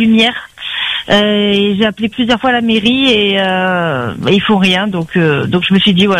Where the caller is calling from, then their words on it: Saint-Joseph, Réunion; j'habite à Saint-Joseph et ma rue où j'habite, pas loin, en fait, il n'y a pas du tout de lumière.